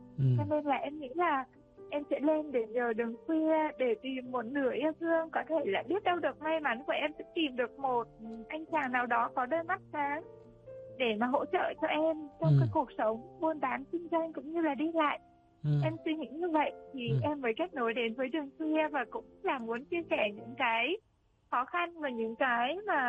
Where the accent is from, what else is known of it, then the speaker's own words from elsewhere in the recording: Central Vietnam, Vietnam; now in Củ Chi, Vietnam; miền Trung chứ không phải là người miền Bắc, cũng không phải là người miền Nam. Em là người miền Trung.